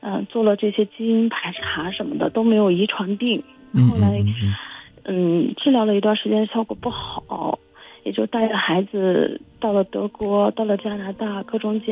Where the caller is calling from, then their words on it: Dali, Yunnan, China; 因为我们是大理这边的。